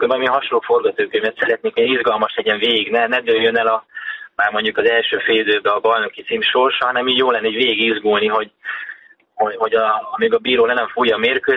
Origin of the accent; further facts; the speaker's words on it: Zalaegerszeg, Zala, Hungary; Ugye Zalaegerszegiként megéltem azt